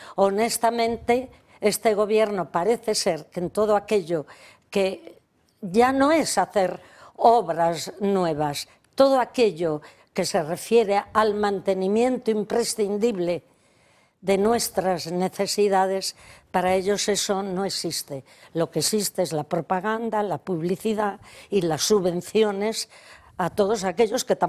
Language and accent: Spanish; Galicia, Spain; yo recuerdo de niña con qué alegría, pues cuando entonces en Galicia, en mi tierra